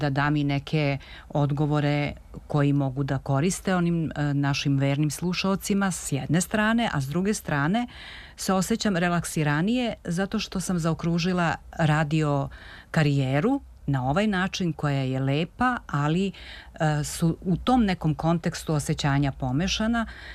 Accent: Kruševac, Šumadija and Western Serbia, Serbia; mada je moja karijera počela u Radio Kruševcu, odakle sam ja inače

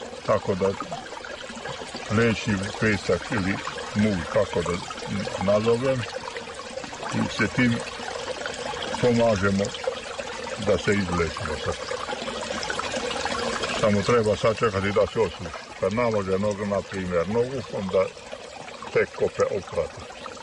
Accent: Senta, Vojvodina, Serbia; Mi smo iz Sente došli, pa dolazimo često zato što smo čuli da je jako dobra voda za, za reomu, za kičmu i za noge.

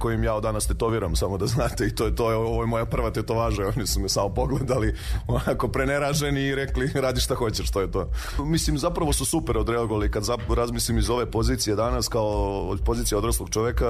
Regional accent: Gornji Milanovac, Šumadija and Western Serbia, Serbia; rodom sam iz Gornjeg Milanovca, već tetoviram preko 15 godina.

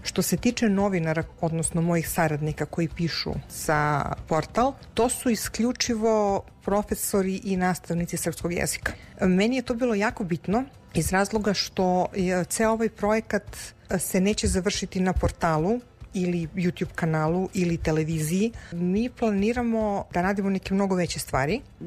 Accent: Niš, Nišava District, Serbia; moved away as an adult; now in Chicago, United States; Ja sam inače rođena Nišlika, rođena sam i živala u Niš do pre nekih 10 godina kada sam se preselila sa porodicom u Chicago, u Sjedinjene Američke Države.

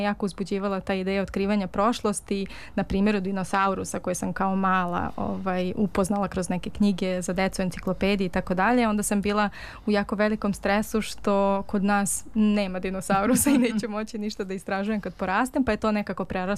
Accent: Stara Pazova, Vojvodina, Serbia; Ja sam odrasla u Staroj Pazovi i Pazova je imala veliku tradiciju amaterskog pozorišta

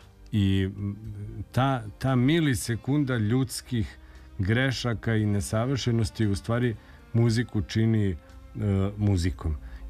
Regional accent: Vojvodina, Serbia

